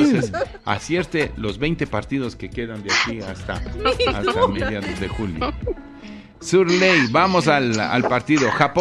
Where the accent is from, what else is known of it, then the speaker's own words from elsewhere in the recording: Ibarra, Imbabura, Ecuador; born there; Yo nací en San Francisco.